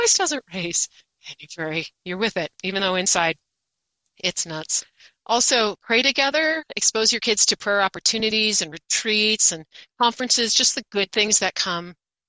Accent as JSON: {"language": "English", "region": "Oregon", "country": "United States", "tie": "born or raised there", "lives_now": "Boise, United States"}